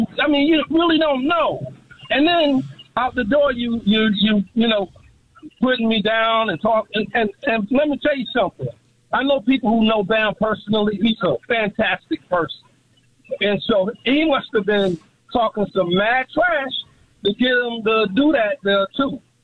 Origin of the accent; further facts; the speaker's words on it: Miami, Florida, United States; from Miami.